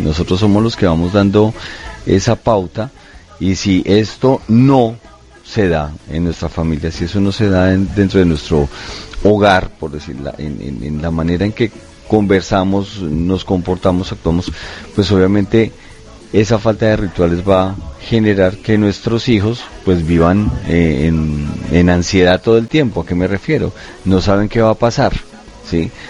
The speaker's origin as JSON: {"language": "Spanish", "country": "Colombia", "said": "a trancas y mochas, como decimos en Colombia"}